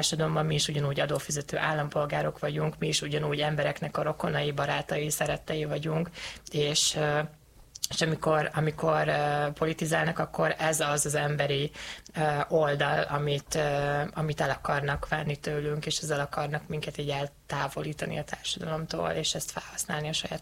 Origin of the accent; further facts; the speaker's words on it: Hungary; Én ugye transznemű fiatalként nőttem fel Magyarországon, egy vidéki kis faluban